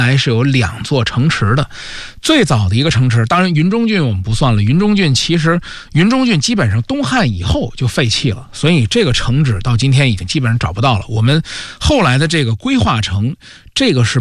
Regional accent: Shunyi, Beijing, China; 那我就想起我老家顺义，

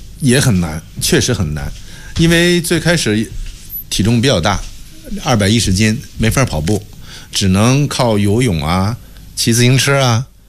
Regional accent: China; 我们中国人

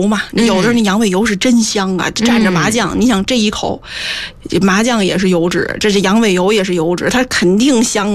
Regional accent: Northeast China, China; accent: Northeastern Mandarin (东北话); 我们说东北话一句话就是说很呆呆的

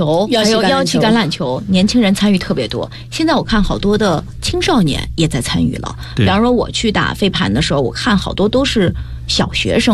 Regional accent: Zhejiang, China; now in Beijing, China; 我的老家在浙江，是有皮划艇的这种传统的

